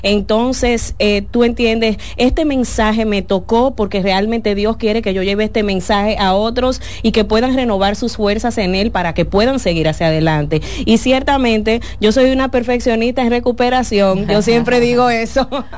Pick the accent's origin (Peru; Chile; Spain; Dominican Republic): Dominican Republic; now in Tampa, United States; Feliz de estar en mi país, pero muy feliz. Afuera. Sí, en la Florida, en Tampa.